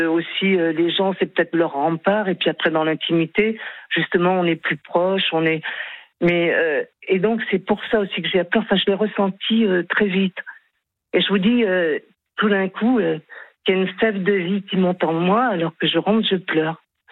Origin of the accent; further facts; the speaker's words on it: Nouvelle-Aquitaine, France; D'ailleurs, je suis de la Charente et c'était dans une petite ville où il y a un hôpital de soins palliatifs qui a été créé il y a très longtemps.